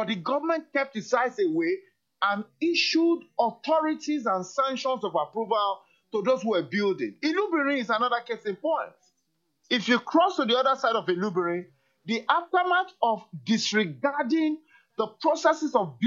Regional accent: Lagos, Nigeria; also born or lived in Badagry; I'm from Lagos. My ancestry a billion times over is Lagos. It's never going to be taken away.

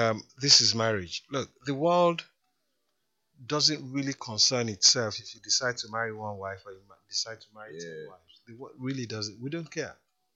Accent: Kaduna, Kaduna State, Nigeria; born there; My dad had to slip my mom and I through the needle's eye to leave the north. Wow. I was born in Kaduna.

